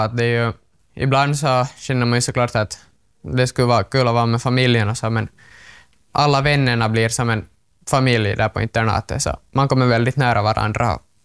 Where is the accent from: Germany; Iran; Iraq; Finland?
Finland; Åland; och jag kommer från Åland.